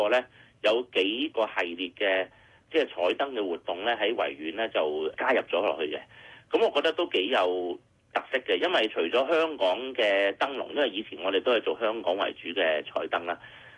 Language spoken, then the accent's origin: Cantonese; China; 其实我们中国呢好多的传统节日呢依家都不是只我们中国人过